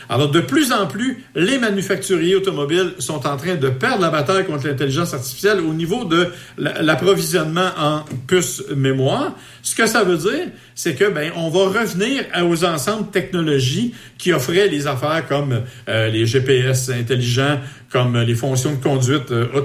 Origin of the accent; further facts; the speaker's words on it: Saint-Hyacinthe, Quebec, Canada; chez nous à Saint-Hyacinthe